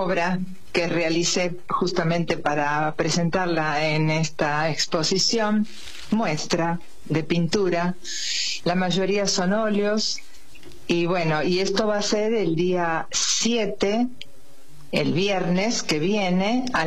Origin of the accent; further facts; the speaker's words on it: Argentina; yo soy argentina, hija de italianos, calabreses.